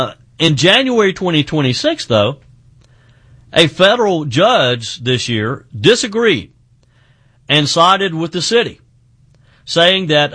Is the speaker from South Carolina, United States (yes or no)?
yes; South Carolina, United States; in my home state of South Carolina